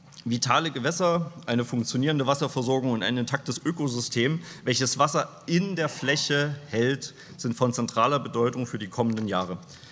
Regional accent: Leipzig, Saxony, Germany; als Leipziger

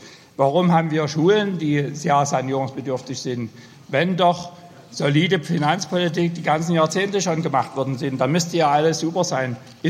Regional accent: East Germany, Germany; Ich bin in der DDR groß geworden

